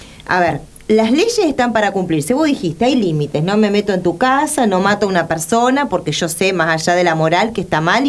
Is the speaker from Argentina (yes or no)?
yes; Argentina